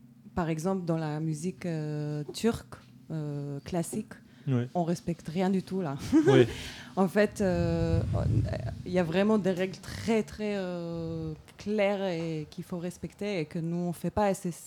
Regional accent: Jerusalem, Jerusalem District, Israel; Moi, j'ai grandi à Jérusalem, où la musique est très très présente dans la vie

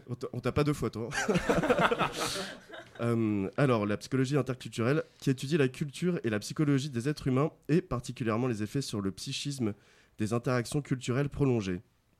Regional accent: France; J'ai grandi en France d'un père français.

